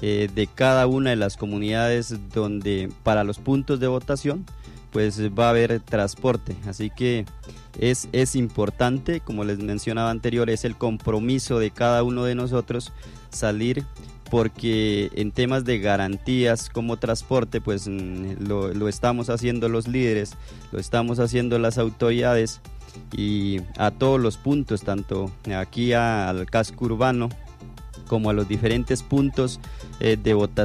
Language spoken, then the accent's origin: Spanish; Colombia; un ejercicio que tenemos nosotros como colombianos